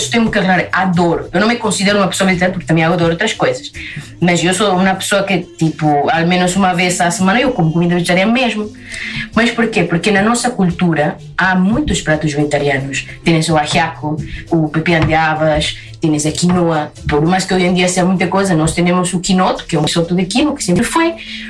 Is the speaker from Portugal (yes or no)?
no; Pucallpa, Ucayali, Peru; Portuguese is a second language; E, por acaso, de onde eu sou, que é Pucallpa, é o rio Ucayali.